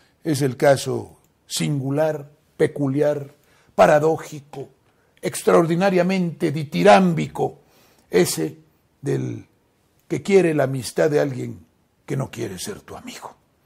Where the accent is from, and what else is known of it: Mexico